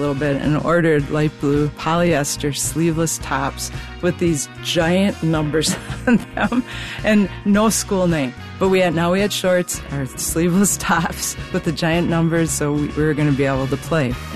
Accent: Manitowoc, Wisconsin, United States; So we grew up in Manitowoc, Wisconsin.

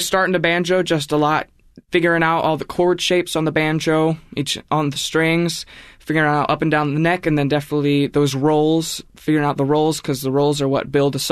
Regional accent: Wisconsin, United States; So I grew up around the Wisconsin River. I learned to swim in the Wisconsin River, and my grandpa's ashes are in the Wisconsin River.

